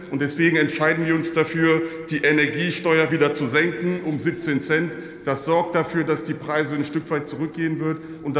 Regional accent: Saxony-Anhalt, Germany; aus meiner Heimat, aus Sachsen-Anhalt, wo ich aufgewachsen bin

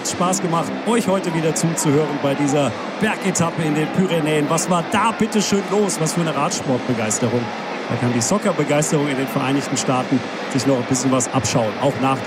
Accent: Freiburg im Breisgau, Baden-Württemberg, Germany; Start in Mulhouse, unmittelbar in der Nähe meiner Heimat Freiburg im Breisgau.

